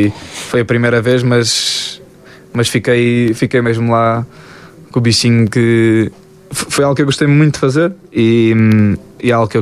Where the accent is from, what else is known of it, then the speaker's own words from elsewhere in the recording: Alpalhão, Alentejo, Portugal; na minha terra, Alpalhão